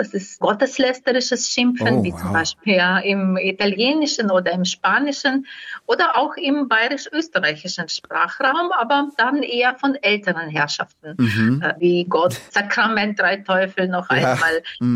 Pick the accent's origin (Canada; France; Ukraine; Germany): Ukraine; first language Ukrainian; German is a second language; moved away; meine Muttersprache, das Ukrainische